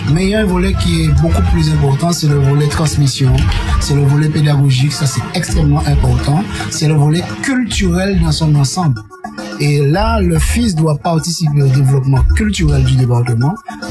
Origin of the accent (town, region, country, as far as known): Guadeloupe, France